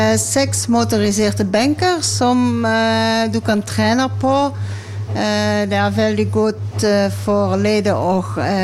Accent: Netherlands; Norwegian is a second language; moved away as an adult; now in Åheim, Norway; Jeg kommer fra Nederland på Åheim I april 2025.

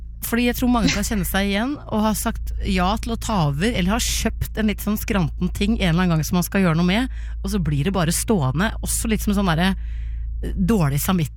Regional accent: Larvik, Vestfold, Norway

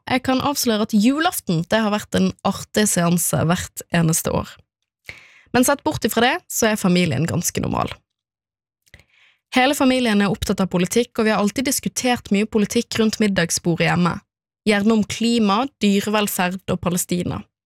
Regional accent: Bergen, Vestland, Norway; born or raised there

